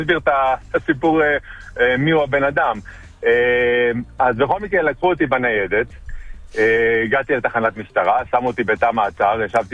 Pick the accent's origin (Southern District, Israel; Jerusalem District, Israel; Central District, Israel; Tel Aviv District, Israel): Tel Aviv District, Israel; Bat Yam; also born or lived in Metula / Canada; שם גדלתי כילד, אחר כך סגרו את המגרש, היה שם כל מיני בעיות. עברתי לגור במטולה עם עוד שלושה חברים.